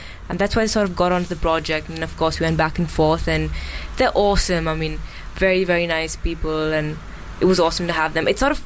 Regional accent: India; my home is India and I'm Indian

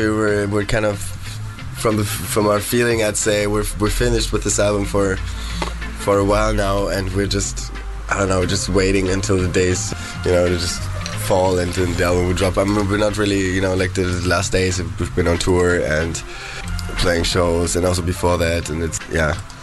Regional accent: Berlin, Germany; English is a second language; moved away as an adult; also born or lived in The Hague; I grew up in Berlin and went to Holland, to Den Haag, to study there.

